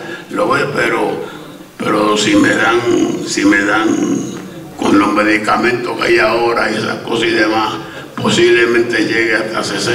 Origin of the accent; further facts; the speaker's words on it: Puerto Rico; Somos la bandera de Puerto Rico